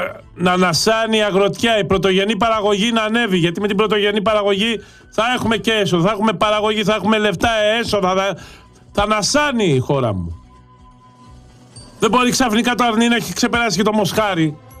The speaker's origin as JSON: {"language": "Greek", "country": "Greece", "said": "στην Ελλάδα, στη χώρα μου, στην πατρίδα μου"}